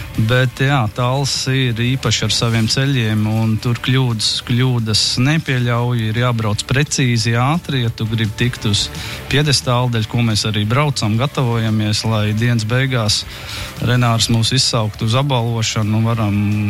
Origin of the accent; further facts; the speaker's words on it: Talsi, Talsi Municipality, Latvia; atrādīja mums talsiniekiem pasaules līmeņa tehniku